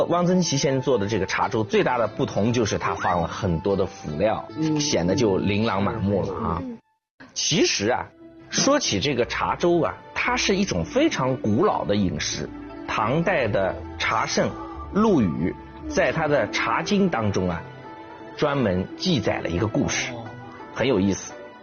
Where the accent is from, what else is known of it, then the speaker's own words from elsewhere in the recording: China; 我们中国人